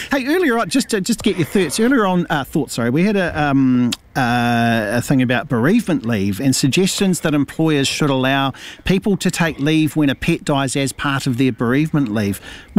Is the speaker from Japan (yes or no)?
no; Hastings, Hawke's Bay, New Zealand; also born or lived in Wellington; so I was born in Wellington, but I grew up in Hastings, and Hastings and Napier